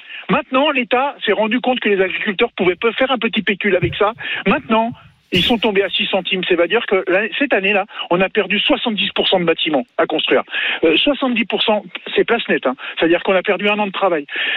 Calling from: France; moi, je suis français

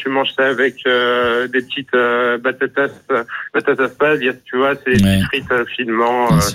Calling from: Limoges, Nouvelle-Aquitaine, France; J'habite à Limoges.

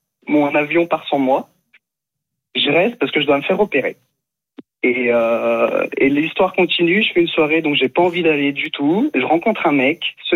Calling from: Japan; C'est le pourquoi je suis au Japon et quelque part le pourquoi je vous appelle aussi.

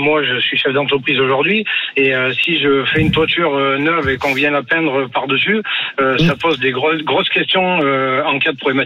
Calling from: Auvergne-Rhône-Alpes, France; chez nous, dans la Drôme

